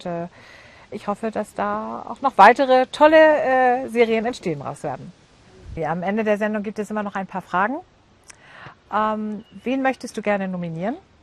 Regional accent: Hamburg, Germany; Ja, wenn ich nicht in Waisenfels bin, dann bin ich natürlich in Hamburg, in meiner Heimatstadt.

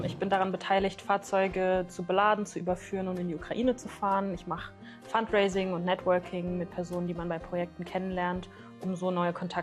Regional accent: Germany; Ich bin nicht persönlich involviert gewesen. Ich habe auch keine Familie da. Ich komme aus Deutschland.

